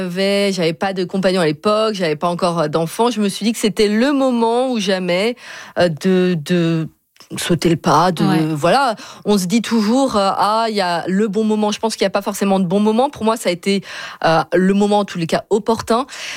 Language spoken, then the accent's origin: French; France; en tout cas moi je viens de France. En France, il y a peut-être plus, on dit toujours, il y a le côté organique d'écrire un film.